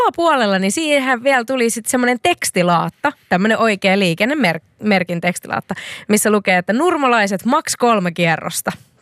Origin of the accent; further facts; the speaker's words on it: Seinäjoki, South Ostrobothnia, Finland; Mä oon sanonut, että mä oon kotoisin Seinäjoelta, mutta mä oon vieläkin, jos mennään spesifimmiksi, niin Nurmosta. Semmoinen siis kylä siinä vieressä / Seinäjoen sisällä.